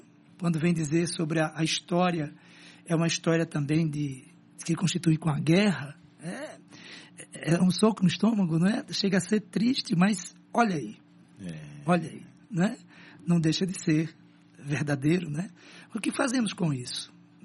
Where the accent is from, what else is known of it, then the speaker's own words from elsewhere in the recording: Paulo Afonso, Bahia, Brazil; Eu sou de Paulo Afonso, na Bahia.